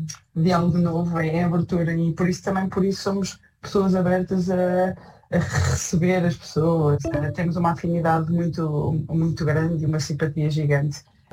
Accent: Leiria, Portugal; moved away; tenho sempre saudades de Leiria. Eu sou de Leiria

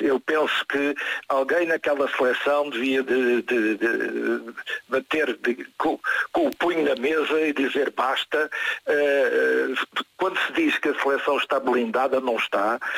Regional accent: Portugal; E eu, sinceramente, como português, não vejo a equipa jogar futebol

